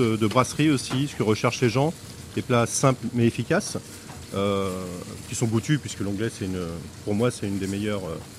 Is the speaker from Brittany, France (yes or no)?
no; Rungis, Île-de-France, France; moved away as an adult; also born or lived in Canada; now in Touraine, France; J'ai exercé beaucoup à Paris puisque je suis natif de là-bas, je suis natif de Rungis. Donc j'ai exercé aussi à Rungis.